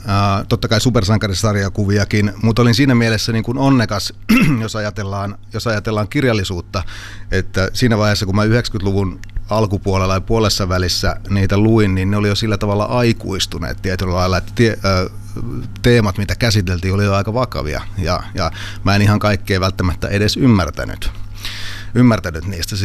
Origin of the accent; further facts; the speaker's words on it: Tornio River Valley, Lapland, Finland; moved away as an adult; also born or lived in Oulu; now in Helsinki, Finland; Alunperinhan mä oon syntynyt Oulussa ja siellä meni noin elämän ensimmäiset 5 vuotta ja sitten seuraavat 15 sitten tuolla Tornionjokilaaksossa, että Helsinki on niin kuin asumispaikkana kyllä vie tällä hetkellä niin kuin ton voiton niin kuin ajallisesti.